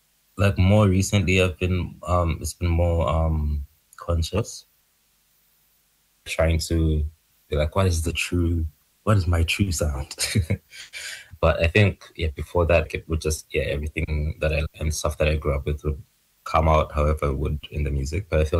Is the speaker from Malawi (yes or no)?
yes; Malawi; moved away as an adult; also born or lived in Zambia; Yeah, I grew up in Malawi.